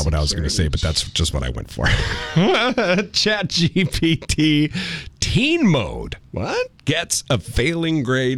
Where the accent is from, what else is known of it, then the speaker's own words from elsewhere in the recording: Minneapolis, Minnesota, United States; moved away; I'm from the Twin Cities